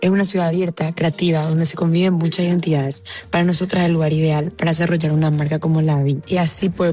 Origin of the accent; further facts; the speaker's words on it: Paraguay; now in Madrid, Spain; paraguaya.